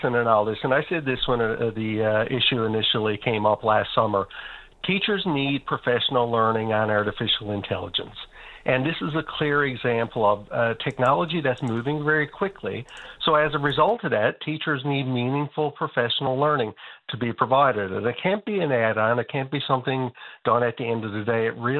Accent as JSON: {"language": "English", "country": "Canada", "said": "you can't almost say Tumblr Ridge without getting emotional as a teacher or as a Canadian citizen."}